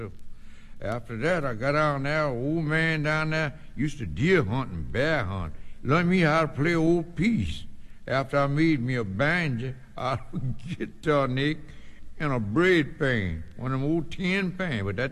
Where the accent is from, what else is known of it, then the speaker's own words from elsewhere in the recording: Red Bank, Mississippi, United States; born there; I was born in Red Bank, Mississippi, out north of Red Bank there, on a little place they called.